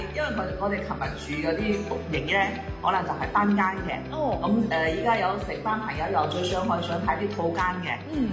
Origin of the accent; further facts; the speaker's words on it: Guangzhou, Guangdong, China; 我哋喺廣州